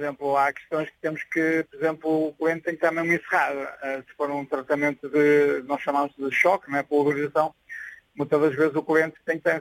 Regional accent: Vila Nova de Gaia, Norte, Portugal; Eu, Vila Nova de Gaia, Canelas.

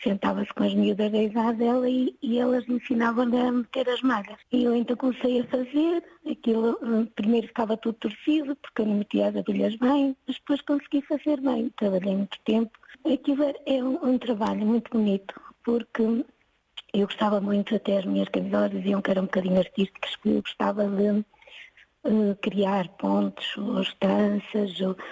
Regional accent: Vila do Conde, Norte, Portugal; moved away as an adult; also born or lived in Sintra / Porto; now in Viseu, Portugal; sou natural de Vila do Conde.

